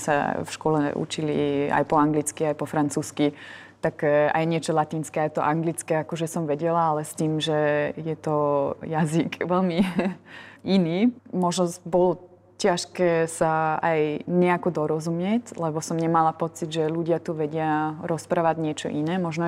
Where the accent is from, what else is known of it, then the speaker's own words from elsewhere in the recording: Austria; Slovak is a second language; moved away as an adult; now in Slovakia; čo sme tu štyria z Rakúska, sme sa asi pomerne dobre naučili po slovensky